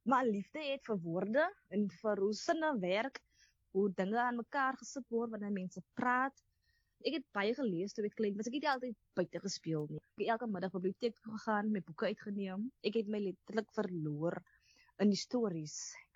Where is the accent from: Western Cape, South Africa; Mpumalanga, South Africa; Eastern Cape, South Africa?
Western Cape, South Africa; Atlantis; ek is van Atlantis, ek bly in Island Place, ek bly in die Kort.